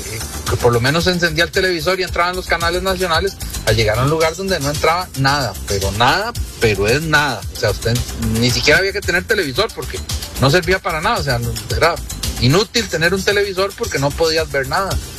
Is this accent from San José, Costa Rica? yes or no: yes; San José, Costa Rica; born there; also born or lived in Valle de la Estrella, Limón, Costa Rica; Yo la mitad de mi adolescencia la viví acá en San José, con todas las comodidades que habían acá en San José, y la segunda mitad me tocó vivirla en el Valle de la Estrella, con todas las dificultades que implica vivir en un lugar rural, en un lugar alejado